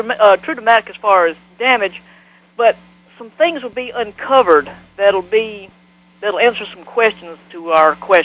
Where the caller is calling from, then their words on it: Leeds, Alabama, United States; I'm calling from Leeds, Alabama.